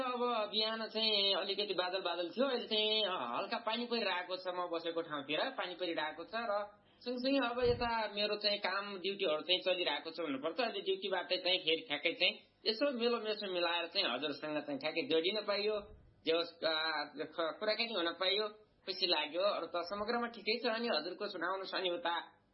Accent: Tulsipur, Lumbini Province, Nepal; born there; moved away; मेरो चाहिँ घर मेरो गाउँ तुलसीपुर पर्छ

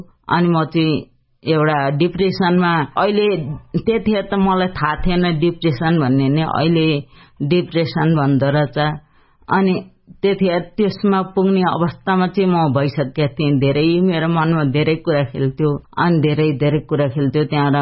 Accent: Dolakha, Bagmati, Nepal; मैले परिचय भन्दै गर्दाखेरि मेरो घर चाहिँ दोलखा हो

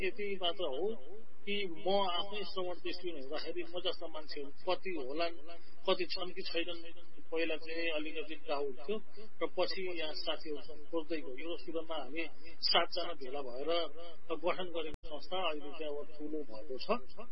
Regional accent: Dhading, Bagmati, Nepal; also born or lived in Kathmandu; now in Pokhara, Nepal; मेरो खास घर चाहिँ धादिङ हो, म अहिले पोखरा बस्छु र बाल्यकाल धादिङतिरै बित्यो, त्यसपछि काठमाडौँमा पढियो, पछि जागिरको सिलसिलामा पोखरा आयो

